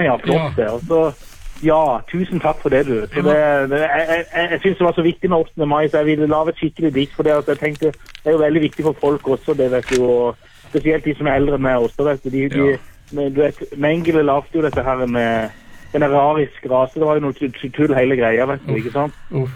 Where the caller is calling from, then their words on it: Kristiansand, Agder, Norway; Jeg kommer fra Kristiansand.